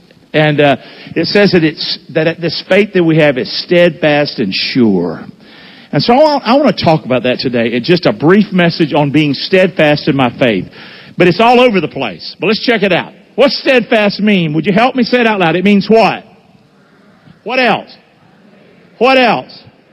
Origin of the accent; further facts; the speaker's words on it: Rockingham, United States; I grew up in Rockingham. I was a hell raiser. God was a cuss word in my house.